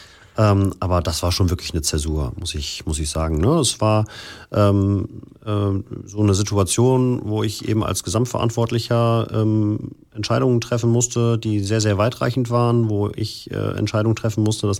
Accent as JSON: {"language": "German", "town": "Cologne", "region": "North Rhine-Westphalia", "country": "Germany", "tie": "born or raised there", "said": "Einmal für die Anspielung auf meine Heimatstadt oder meine Geburtsstadt."}